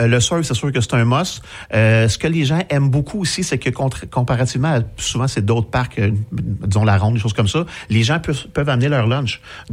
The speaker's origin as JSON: {"language": "French", "town": "Saint-Hyacinthe", "region": "Quebec", "country": "Canada", "moved": "as an adult", "said": "Puis je viens de la région de Saint-Hyacinthe, moi. Fait que je revenais un petit peu par chez moi."}